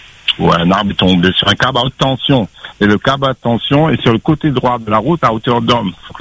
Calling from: Salazie, Réunion; sur Saladi, je suis sur Saladi.

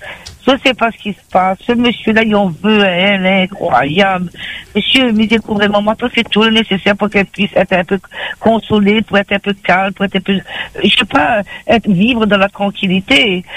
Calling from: Réunion; on est réunionnais

